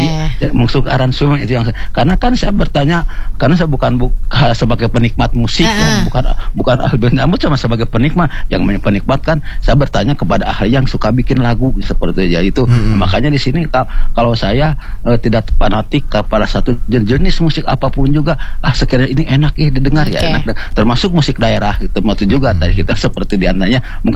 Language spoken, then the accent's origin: Indonesian; West Java, Indonesia; kalau Sunda daerah saya sendiri kan